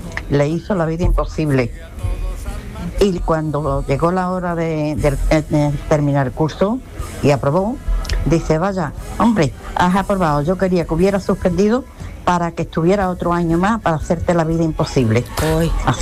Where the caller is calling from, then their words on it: Alcalá, Spain; buenas tardes. … de Alcalá.